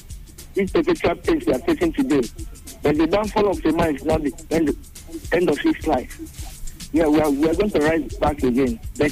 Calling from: Delta, Nigeria; from Gwashuku, Delta State.

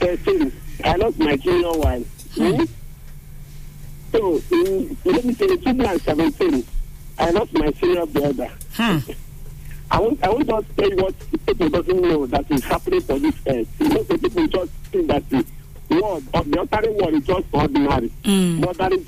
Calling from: Ekwere, Nigeria; I'm calling from Ekwere.

